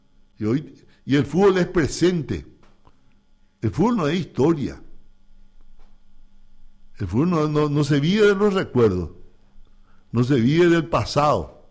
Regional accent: Paraguay; Yo también soy paraguayo

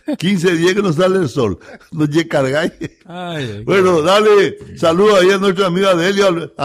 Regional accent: Paraguay; soy guaraní, soy mareté, soy albirrojo, soy paraguayo de corazón

